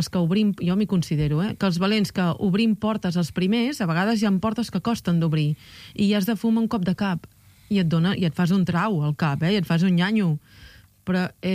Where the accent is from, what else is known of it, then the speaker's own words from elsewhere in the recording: Catalonia, Spain; also born or lived in Madrid; com jo sóc catalana i a més catalanista